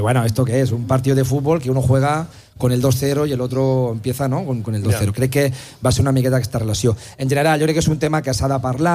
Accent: Terrassa, Catalonia, Spain; jo sóc de les afores de Terrassa, soc fill d'immigrants de Segòvia, el meu pare treballador del tèxtil de Terrassa, la meva mare és un treball que és el treball més dur, 4 fills, pis de 70 metres quadrats

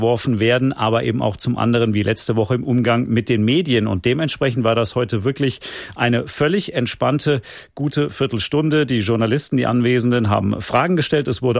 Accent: Freiburg, Baden-Württemberg, Germany; born there; für mich als gebürtigen Freiburger

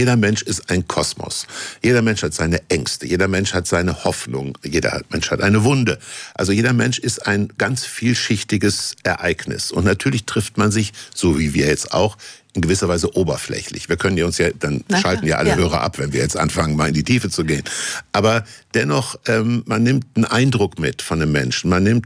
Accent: Kassel, Hesse, Germany; das habe ich schon als Kind in Kassel gemacht

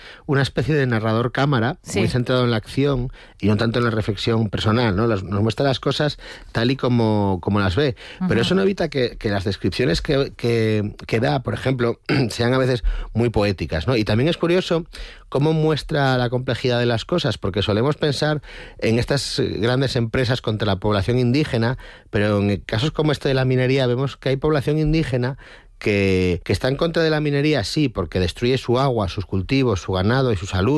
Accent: Asturias, Spain; Yo soy asturiano y me da la impresión de de que el estado de la extracción minera allí en Bolivia es como el de aquí en el siglo XIX, ¿no?

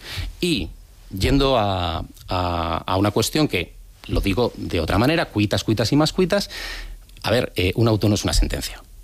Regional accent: San Sebastián, Basque Country, Spain; now in Madrid, Spain; Nuestra generación, por ejemplo, yo cuando llegué de Donosti a Madrid, hoy Madrid F, que eso da para un programa entero.

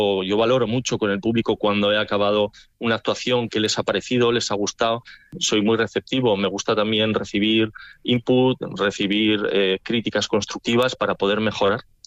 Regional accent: La Rioja, Spain; como soy de la Rioja

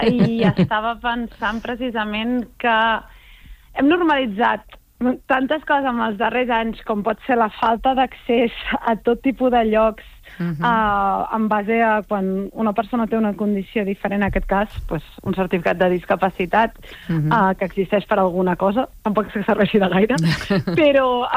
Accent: Catalonia, Spain; aquí al Maresme, que és la meva comarca

